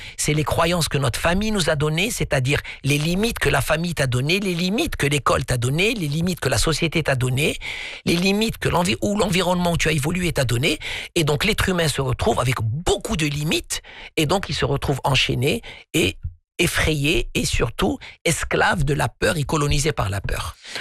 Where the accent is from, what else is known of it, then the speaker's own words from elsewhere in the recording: Morocco; Un exemple chez nous au Maroc, quand quelqu'un disait « je me sens mal, je suis pas bien mentalement », on lui disait que c'est un manque de gratitude.